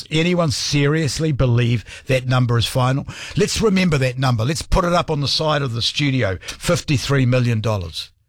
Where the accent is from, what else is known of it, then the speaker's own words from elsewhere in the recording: Wellington, New Zealand; As a Wellingtonian, as a ratepayer, as a New Zealander